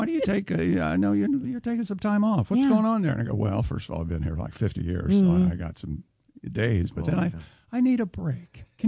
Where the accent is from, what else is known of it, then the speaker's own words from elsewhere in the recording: Columbus, Ohio, United States; Well, you know me; I grew up in Columbus, Ohio.